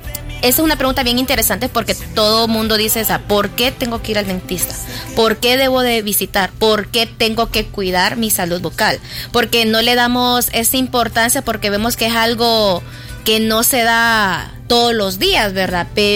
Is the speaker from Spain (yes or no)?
no; El Salvador; como salvadoreños es algo que descuidamos